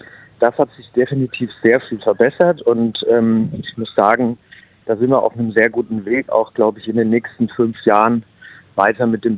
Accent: Reichenbach im Vogtland, Saxony, Germany; Ich komme selber aus Reichenbach im Vogtland

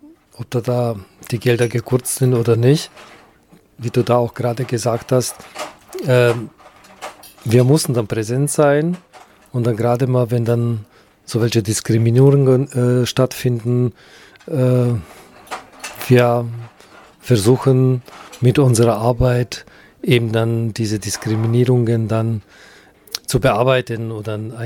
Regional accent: North Macedonia; born or raised there; now in Germany

